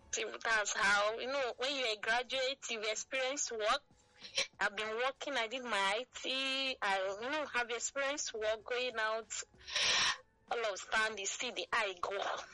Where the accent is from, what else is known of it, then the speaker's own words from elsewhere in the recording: Lagos, Nigeria; and I'm from Imo State. I'm the fourth child, and I was born and brought up in Lagos.